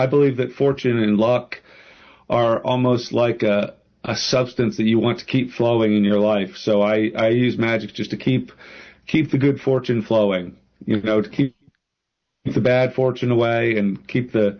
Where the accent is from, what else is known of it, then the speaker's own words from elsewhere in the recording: Pennsylvania, United States; moved away; No, I'm originally from Pennsylvania.